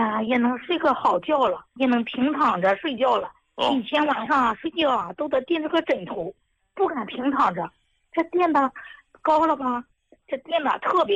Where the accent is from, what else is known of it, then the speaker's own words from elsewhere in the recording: Henan, China; 我是河南的，